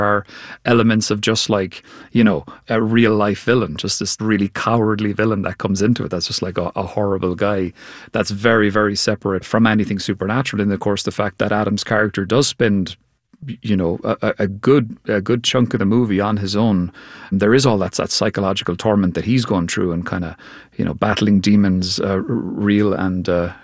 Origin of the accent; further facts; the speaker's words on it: Cork, Munster, Ireland; so I'm from Cork, which is in the southwest of Ireland. So it's a lovely place. It's beautiful, and it's very quiet, and there's a nice, slow, peaceful quality of life there.